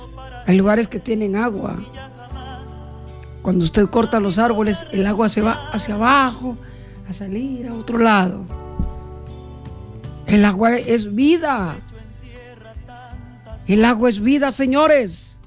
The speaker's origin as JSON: {"language": "Spanish", "country": "Honduras", "said": "En mi tierra padecen de calor"}